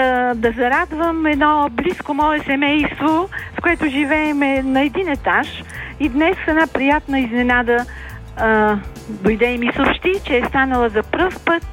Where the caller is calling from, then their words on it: Sofia, Sofia City, Bulgaria; Здравей, мила Надежда … от София.